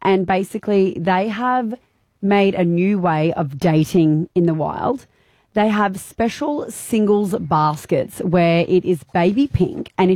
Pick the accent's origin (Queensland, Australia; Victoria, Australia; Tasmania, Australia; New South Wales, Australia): Queensland, Australia; Gold Coast; we are from the Gold Coast